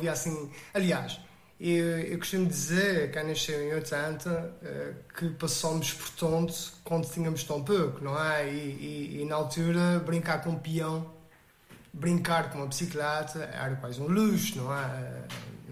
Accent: Ribeira Grande, Azores, Portugal; accent: São Miguel; moved away as an adult; also born or lived in Ponta Delgada / Coimbra; Eu nasci na freguesia, apesar de ser da Ribeira Grande, eu nasci em São José, no Conselho de Ponte Delgado.

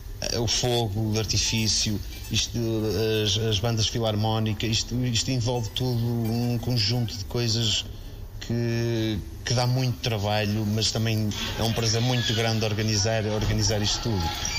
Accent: Norte, Portugal; as festas da minha terra são as melhores festas do norte do país

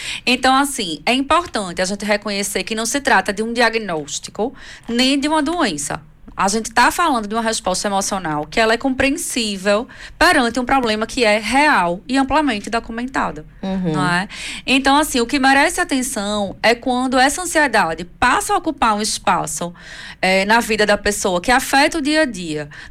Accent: Recife, Pernambuco, Brazil; now in Portugal; a minha cidade natal, que é Recife, né? Que é no litoral.

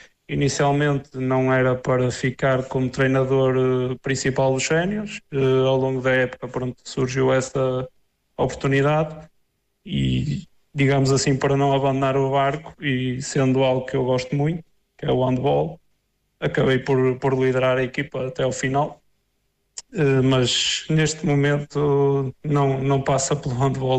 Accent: Penafiel, Norte, Portugal; moved away as an adult; Eu sou da zona do norte, sou de Nafiel, zona do Porto, trabalho em Barrancos

